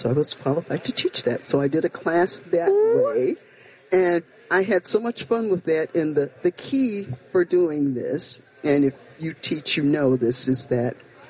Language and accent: English; Alabama, United States; moved away as an adult; also born or lived in Elgin; now in McHenry County, United States; I moved to Illinois when I was 18.